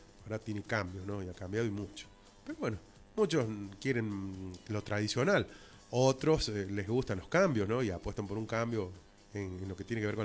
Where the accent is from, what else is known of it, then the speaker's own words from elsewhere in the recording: Argentina; Hace muchos años que no se corre un gran premio de Fórmula 1 aquí en nuestro país.